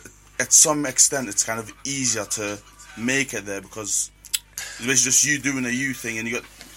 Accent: London, United Kingdom; now in Newcastle, United Kingdom; I'm from London originally

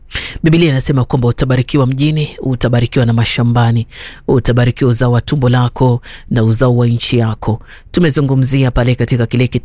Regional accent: Tana River County, Kenya; kule kwetu Tana River

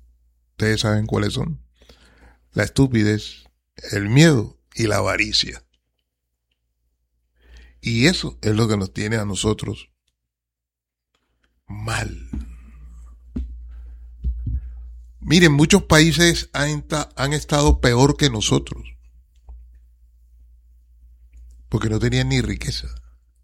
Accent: Cartagena, Bolívar, Colombia; Nosotros, muchos somos nacidos aquí en Cartagena

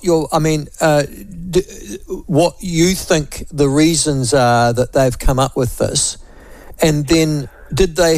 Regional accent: Whanganui, Manawatū-Whanganui, New Zealand; Well, I grew up in Whanganui, of all places.

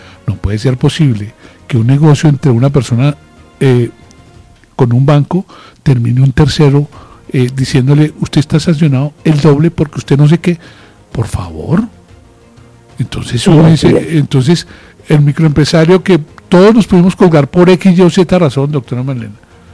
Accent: Colombia; Vamos para adelante, que somos colombianos

